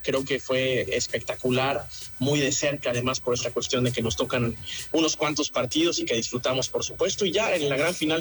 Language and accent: Spanish; Mexico